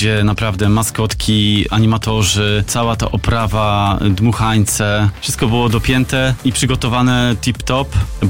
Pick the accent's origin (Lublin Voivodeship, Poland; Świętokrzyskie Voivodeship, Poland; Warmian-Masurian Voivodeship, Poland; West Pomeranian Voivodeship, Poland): Warmian-Masurian Voivodeship, Poland; Ostróda; Środowisko tenisa stołowego u nas w Ostródzie jest bardzo fajne, przyjazne.